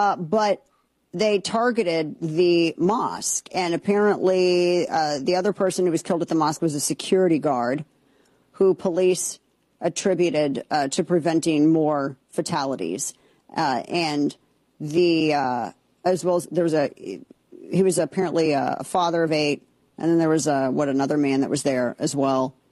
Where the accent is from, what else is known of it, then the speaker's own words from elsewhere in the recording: Missouri, United States; the AG for my home state, show me state of Missouri